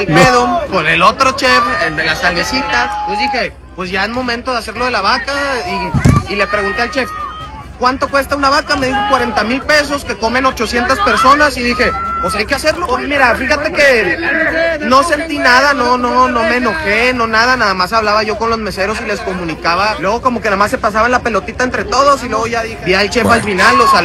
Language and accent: Spanish; Nuevo León, Mexico; A ver, como todo regio, pues tienes ahí como, pues tienes las ideas de hacer una carne asada extravagante.